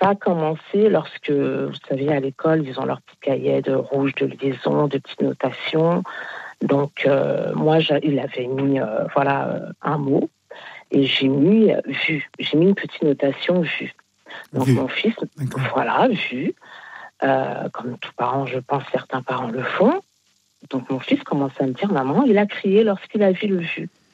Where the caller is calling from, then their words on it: Île-de-France, France; Oui, de Seine-et-Marne.